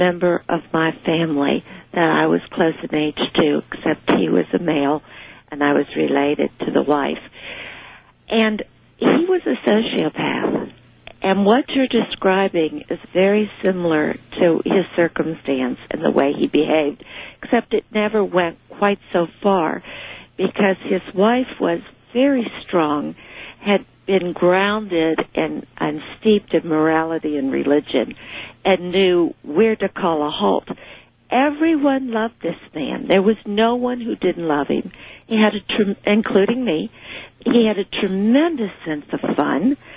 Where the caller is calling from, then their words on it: Gainesville, Florida, United States; I'm from Gainesville, Florida